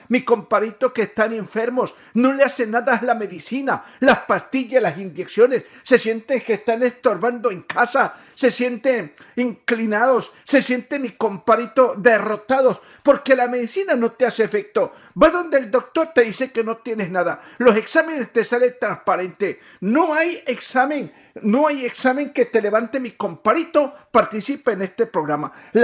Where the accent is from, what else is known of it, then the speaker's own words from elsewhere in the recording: Mexico; Como paisano mexicano, te atiendo, mi comparito.